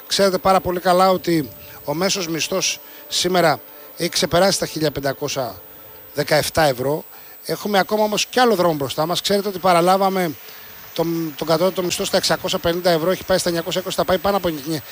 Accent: Greece

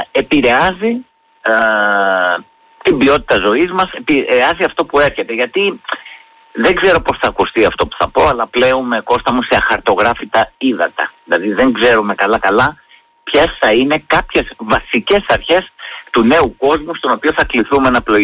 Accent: Heraklion, Crete, Greece; Ξέρεις ότι πέρασα τα παιδικά μου χρόνια στην Κρήτη, στο Ηράκλειο, και θα είναι πολύ μεγάλη μου χαρά να έρθω στην Κρήτη να παρουσιάσω το πόνημα.

